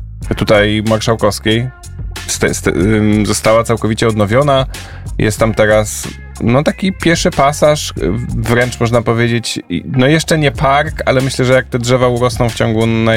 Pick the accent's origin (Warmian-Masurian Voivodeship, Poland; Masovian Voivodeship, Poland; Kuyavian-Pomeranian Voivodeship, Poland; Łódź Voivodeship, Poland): Masovian Voivodeship, Poland; Warsaw; born there; ja mieszkam w Warszawie od kilkudziesięciu lat, urodziłem się w tym mieście